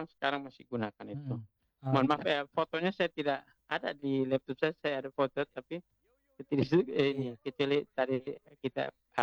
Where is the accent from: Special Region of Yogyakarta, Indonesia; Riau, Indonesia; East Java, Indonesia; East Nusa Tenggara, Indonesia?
East Nusa Tenggara, Indonesia; Ya, ada satu istilah kami orang Atoni itu bahwa obat musuhnya itu dia anti perempuan. Kebanyakan leu orang Atoni itu dia anti perempuan.